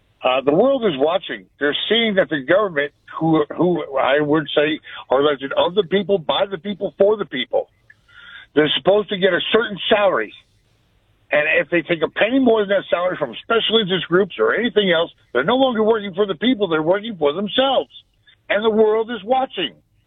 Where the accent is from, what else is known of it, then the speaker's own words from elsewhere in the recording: United States; I would be embarrassed to say that I'm American because of the way the government is working.